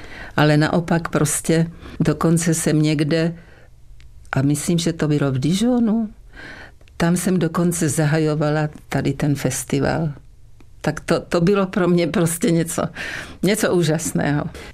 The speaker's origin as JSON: {"language": "Czech", "town": "Uherské Hradiště", "region": "Zlín Region", "country": "Czechia", "tie": "born or raised there", "said": "protože to je typické, že pro Dolňácko a pro moje rodné město."}